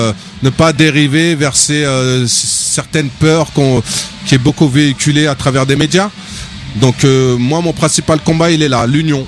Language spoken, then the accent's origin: French; Mantes-la-Jolie, Île-de-France, France; Après, moi, je suis originaire de Mantes-la-Jolie, j'ai 45 ans. Donc un sacré passif à Mantes.